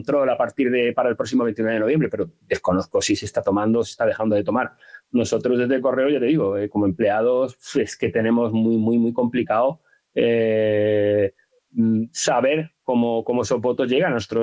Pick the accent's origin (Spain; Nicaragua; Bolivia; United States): Spain; Andalusia